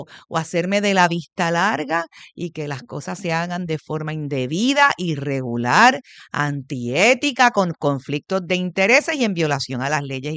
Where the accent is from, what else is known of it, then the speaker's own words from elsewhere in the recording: Puerto Rico; los puertorriqueños son buenos, somos buenos, somos pacientes.